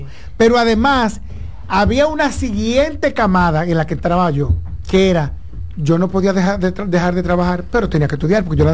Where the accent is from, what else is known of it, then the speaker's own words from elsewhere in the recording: Dominican Republic; born there; also born or lived in Cotuí / Santo Domingo; lo que yo viví en mi tránsito socioeconómico en la ruralidad y en el arrabal urbano donde viví.